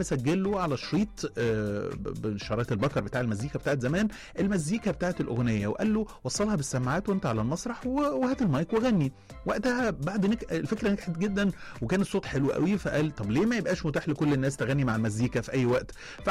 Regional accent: Egypt

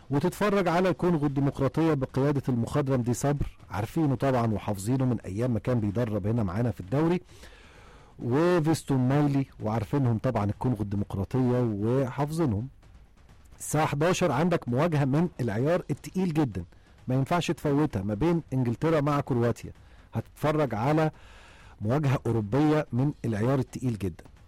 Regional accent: Egypt; احنا كمصريين

